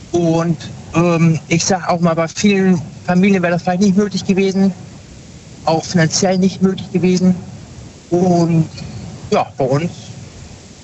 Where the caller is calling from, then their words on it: Cologne, North Rhine-Westphalia, Germany; Aus dem Raum Köln.